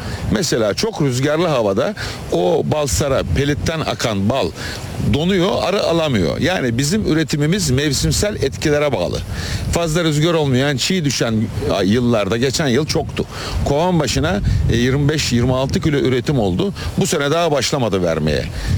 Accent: Çanakkale, Turkey

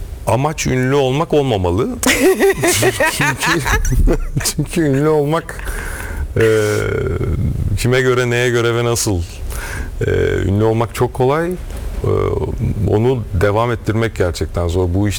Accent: Milas, Muğla, Turkey; born there; now in Bodrum, Turkey; ben Milaslıyım gerçi, Milas doğumluyum

